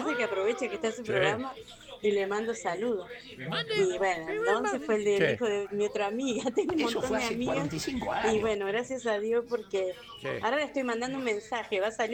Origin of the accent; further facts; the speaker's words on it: Buenos Aires, Argentina; born there; Yo no soy de ninguna provincia.